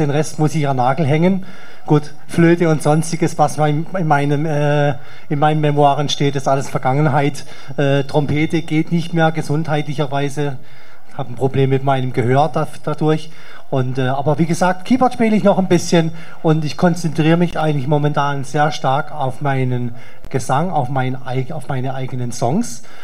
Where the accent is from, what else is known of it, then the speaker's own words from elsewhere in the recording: Baden-Württemberg, Germany; moved away as an adult; now in Switzerland; Also ich bin ganz einfach in Deutschland aufgewachsen. Grenze, letzter Ort vor Basel